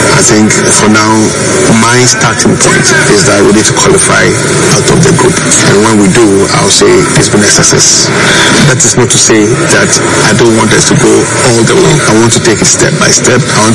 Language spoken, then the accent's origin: English; Ghana; I'm a Ghanaian, so I'll first of all identify myself.